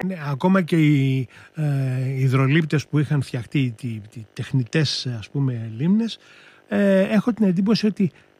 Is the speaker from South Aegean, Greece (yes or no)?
yes; Naxos, South Aegean, Greece; διότι έχει πολύ μεγάλη σημασία σε σχέση με το νησί μου, παραδείγματος χάρη την Άξο, όπου υπάρχει λειψιδρία.